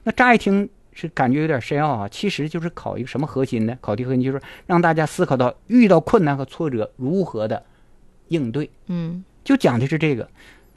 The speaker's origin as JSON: {"language": "Chinese", "region": "Northeast China", "country": "China", "said": "咱们东北人"}